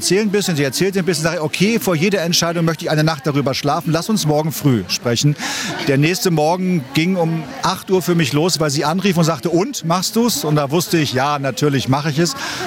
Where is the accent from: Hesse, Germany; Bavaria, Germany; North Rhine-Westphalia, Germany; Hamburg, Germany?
Hamburg, Germany; Gerade für mich als Hamburger, super Kontrastprogramm. Ich meine, ich liebe meine Stadt. Ich werde immer Hamburger bleiben. Aber Bad Kreuznach, zweite Heimat, definitiv.